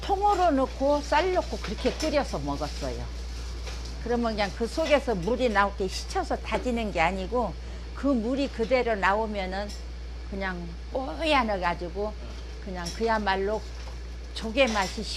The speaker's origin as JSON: {"language": "Korean", "town": "Gyehwado", "region": "North Jeolla", "country": "South Korea", "tie": "born or raised there", "said": "저 고향 개화도예요."}